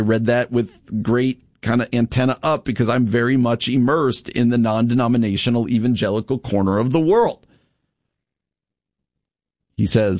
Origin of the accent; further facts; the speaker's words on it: Long Valley, New Jersey, United States; The town I grew up in New Jersey, a little town called Long Valley, is probably fully suburban by now.